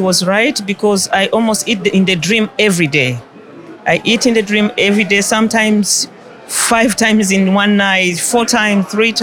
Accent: Netherlands; I come from the Netherlands.

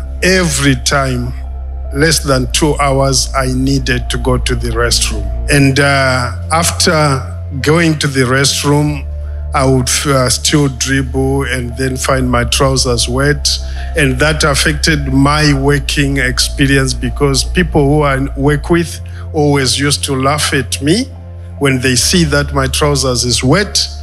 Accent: Zimbabwe; now in United Kingdom; I am originally from Zimbabwe. I live in the UK.

